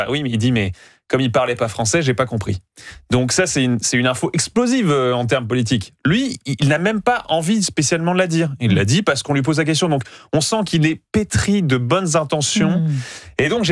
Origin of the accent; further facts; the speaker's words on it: Normandy, France; Bon, je suis normand, donc je connais bien Rouen